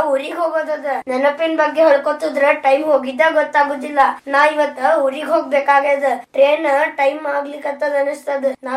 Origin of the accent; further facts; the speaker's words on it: Pashapur, Karnataka, India; moved away; ನಾನು ನಮ್ಮೂರ್ ಪಾಶಾಪುರ್ ಹೋದಾಗ